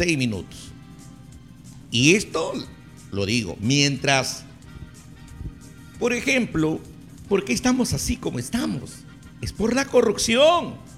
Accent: Olmos, Lambayeque, Peru; Esos somos los olmanos, y discúlpame porque mi pueblo de Olmos, Jorge, y mi pueblo de Olmos

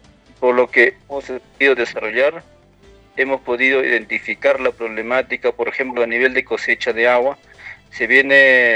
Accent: Aija, Ancash, Peru; un viaje de Recuay a mi pueblo de Aija

